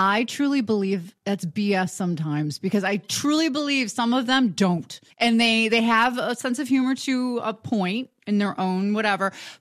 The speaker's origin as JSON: {"language": "English", "town": "Buffalo", "region": "New York", "country": "United States", "accent": "Buffalo", "said": "my accent from Buffalo"}